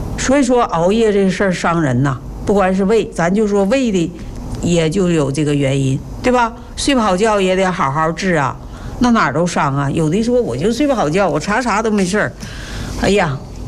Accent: China

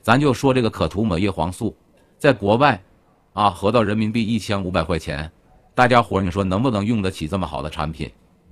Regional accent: China; 我们都有一颗中国心，能不能让我们中国人用上？

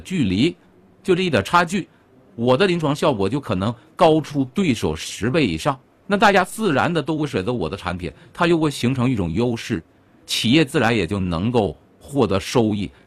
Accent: China; 我们中国人

